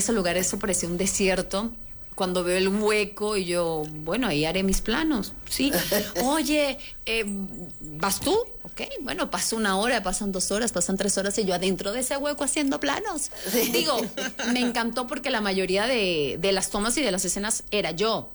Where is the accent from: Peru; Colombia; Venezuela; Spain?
Venezuela; moved away as an adult; now in Miami, United States; ya la situación en mi país, Venezuela, empezó a ponerse muy fea. Claro. Y mis papás como que, oye, mira, prefiero que te quedes allá y sigas creciendo con tus sueños, porque aquí la situación está muy difícil. Decido quedarme en Miami